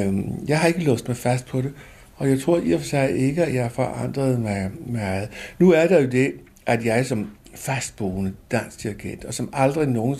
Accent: Copenhagen, Capital Region of Denmark, Denmark; jeg er så meget københavner med K, at jeg kan ikke leve andet sted end i København.

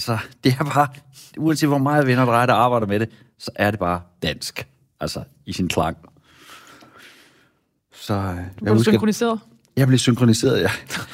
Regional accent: Central Denmark Region, Denmark; jeg er vokset op i Midtjylland og kun har haft engelsk i 3 år, så er mit engelsk jo så skole dansk.

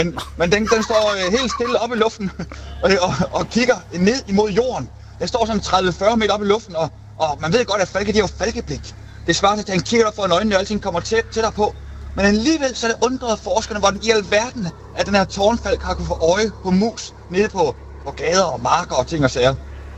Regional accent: Funen, Region of Southern Denmark, Denmark; nu er jeg fra Fyn

